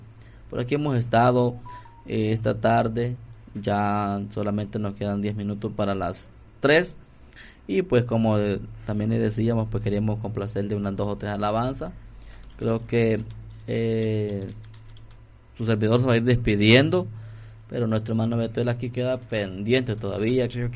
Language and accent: Spanish; Chilanga, Morazán, El Salvador; De Chilanga, ¿verdad? El Señor me permite ser de ahí. De ahí soy originario, pero el Señor lo tiene pastoreando.